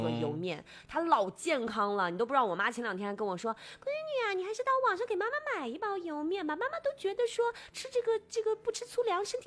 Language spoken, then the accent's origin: Chinese; Inner Mongolia, China; now in Nanchang, China; 我出生在内蒙古中部地区、 哦、 然后后来我的家搬到内蒙古西部地区，